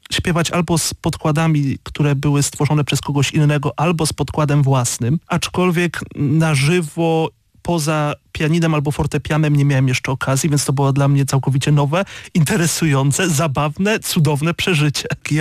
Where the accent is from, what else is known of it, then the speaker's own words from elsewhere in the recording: Strzelce Opolskie, Opole Voivodeship, Poland; now in Opole, Poland; Przyjechałem ze Szczelec Opolskich.